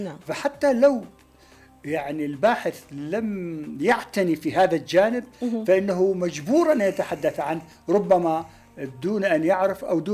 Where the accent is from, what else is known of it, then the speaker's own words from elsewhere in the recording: Iraq; moved away as an adult; now in France; أنا كممثل عراقي